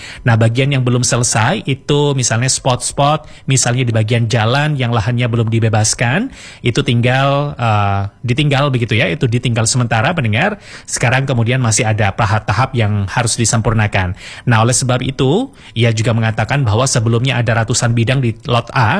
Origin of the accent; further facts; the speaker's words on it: East Java, Indonesia; kita sebagai warga Malang Raya